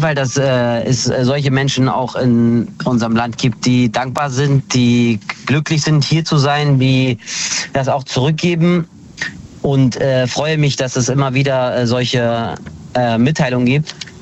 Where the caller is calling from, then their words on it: Hanover, Lower Saxony, Germany; Ich bin aus Hannover.